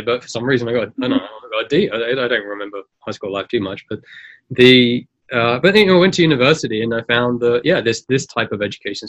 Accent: England, United Kingdom; I'm from England

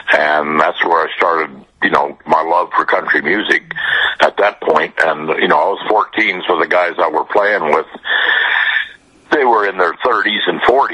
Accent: Vancouver, British Columbia, Canada; moved away as an adult; also born or lived in Los Angeles / Nashville / Austin, Texas; And then I moved from Canada, where I'm from originally, from Vancouver, Canada. I moved to Los Angeles and started playing full-time there as well right away

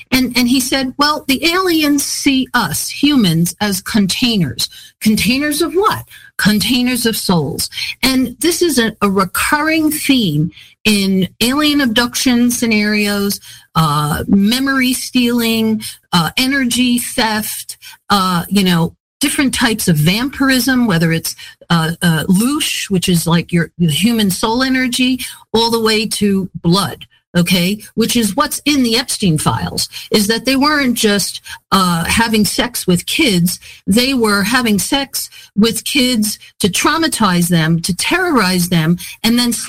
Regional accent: New York City, New York, United States; I'm from New York City

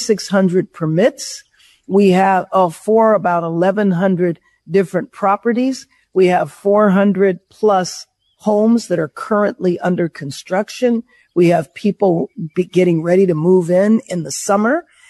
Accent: Los Angeles, California, United States; I'm born and raised in Los Angeles.

